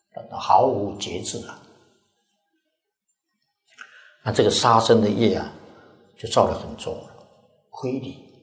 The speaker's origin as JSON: {"language": "Chinese", "country": "Taiwan", "said": "来些钱哇，我们是台湾来的啊。"}